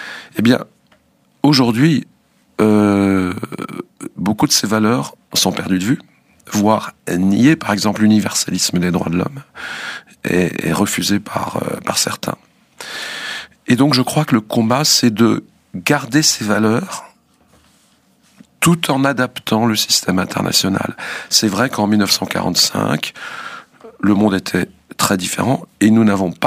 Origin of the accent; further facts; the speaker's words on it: France; en tant que Français, en tant qu'Européen